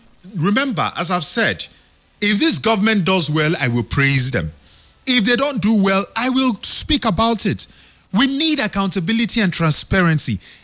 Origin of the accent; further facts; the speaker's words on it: Nigeria; I'm a Nigerian that I do not know if I should say, I do not count myself in the middle class anymore.